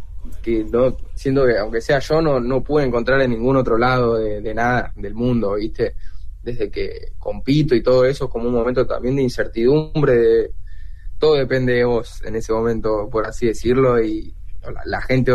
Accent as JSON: {"language": "Spanish", "region": "Buenos Aires", "country": "Argentina", "said": "Yo soy de la Comuna 4 de Buenos Aires"}